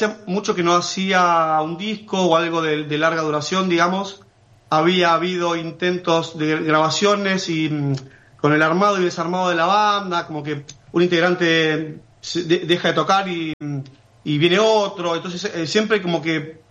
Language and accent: Spanish; La Plata, Buenos Aires Province, Argentina; born there; Sí, nací en La Plata.